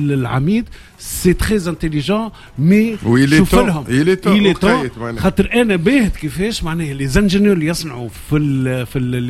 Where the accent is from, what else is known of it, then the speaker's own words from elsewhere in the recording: Tunisia; moved away; شنو لي زافونتاج اللي عندي انا كمهندس تونسي في الخارج؟